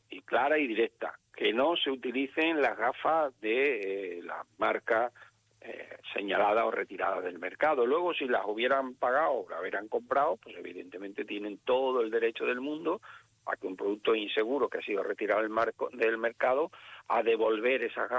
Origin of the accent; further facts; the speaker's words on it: Granada, Andalusia, Spain; moved away; encantado de hablar en Granada, que es mi tierra, de la que yo hago patria constantemente.